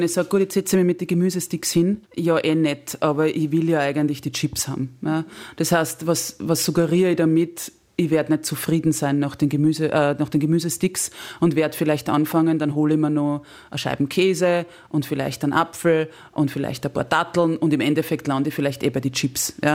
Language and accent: German; Lower Austria, Austria; Oder nicht gescheit gegessen, wie man bei uns in Niederösterreich sagt.